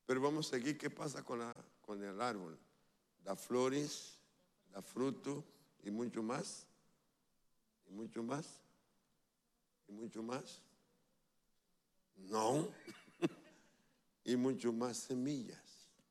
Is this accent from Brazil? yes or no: yes; Brazil; Spanish is a second language; moved away; ¿usted dónde es? Digo, Brasil